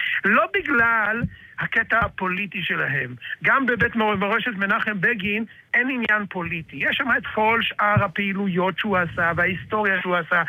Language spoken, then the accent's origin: Hebrew; Jerusalem, Jerusalem District, Israel; אנחנו ירושלמים